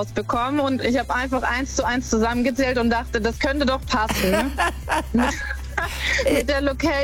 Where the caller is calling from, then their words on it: Heiligkreuzsteinach, Baden-Württemberg, Germany; Ich komme aus Heiligkreuzsteinach